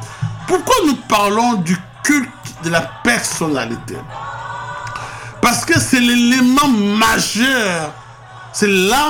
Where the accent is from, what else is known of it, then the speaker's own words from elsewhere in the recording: DR Congo; born there; moved away; Moi, je l'ai vécu dans mon pays d'origine avec le maréchal dictateur Mobutu